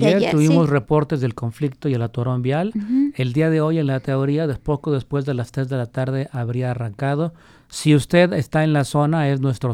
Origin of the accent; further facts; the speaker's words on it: Guadalajara, Jalisco, Mexico; nos definen como tapatíos y orgullosos jaliscienses